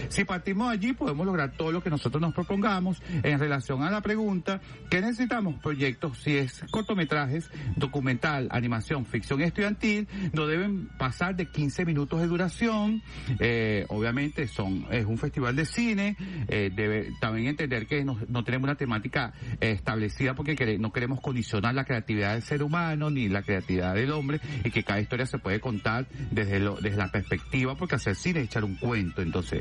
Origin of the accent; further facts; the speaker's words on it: Sucre, Venezuela; como sucrense y como venezolano.